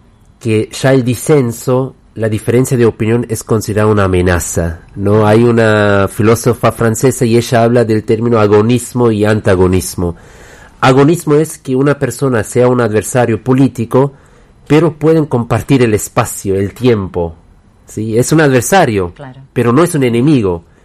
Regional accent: Germany; en mi caso yo nací y me crié en Alemania

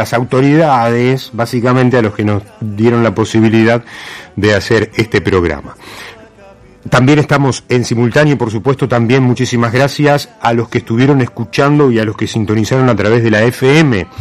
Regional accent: Argentina; Porque, ante todo, ¿qué somos? Somos argentinos.

